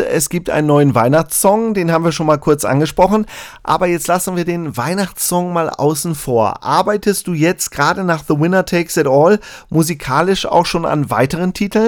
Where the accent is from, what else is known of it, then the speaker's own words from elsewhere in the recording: Northern Germany, Germany; kennt man gar nicht aus der Ecke, wo ich herkomme, aus dem hohen Norden.